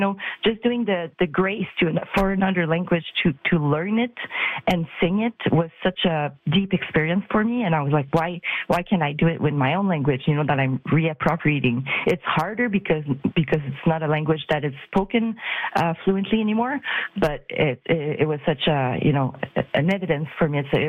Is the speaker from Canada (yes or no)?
yes; Gatineau, Quebec, Canada; because I used to live, I grew up in Gatineau. When I was really, really young, my dad had to move to near Ottawa for work.